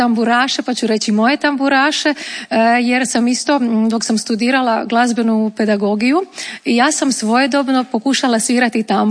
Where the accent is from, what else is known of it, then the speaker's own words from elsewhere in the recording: Istria County, Croatia; ja sam iz Istre